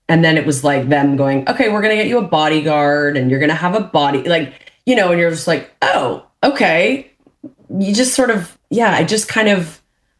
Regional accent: Canada; because of my childhood and the way I was raised and the, and being Canadian, like I weirdly didn't really even process it.

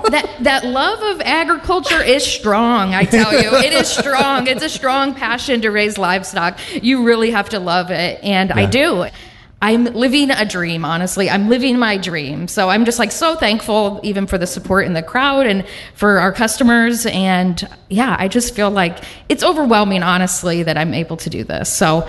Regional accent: Iowa, United States; Yeah, so I am born and raised in Iowa. I was raised on a pretty typical family farm.

